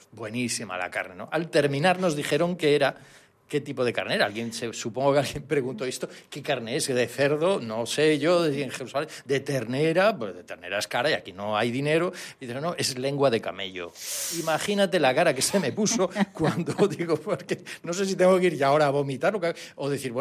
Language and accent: Spanish; Ferrol, Galicia, Spain; also born or lived in Salamanca; now in Palma, Spain; me recordaba mi tierra, Galicia.